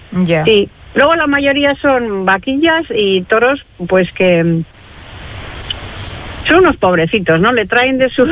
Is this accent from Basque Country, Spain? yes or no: yes; Getxo, Basque Country, Spain; es mi pueblo, yo me criaba ahí en el Puerto Viejo, en la playa y tal